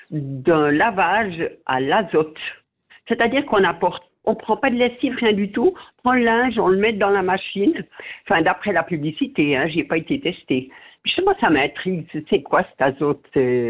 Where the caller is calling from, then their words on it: La Chaux-de-Fonds, Neuchâtel, Switzerland; j'habite à La Chaux-de-Fonds.